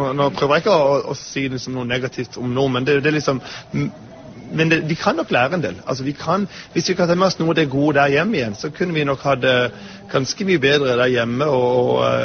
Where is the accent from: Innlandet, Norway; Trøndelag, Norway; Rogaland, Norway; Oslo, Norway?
Oslo, Norway; now in New York, United States; Det mye farligere hjemme I Oslo.